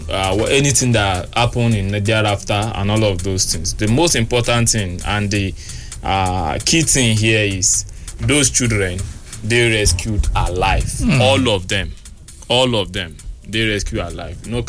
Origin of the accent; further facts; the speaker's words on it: Botswana; I come from Botswana.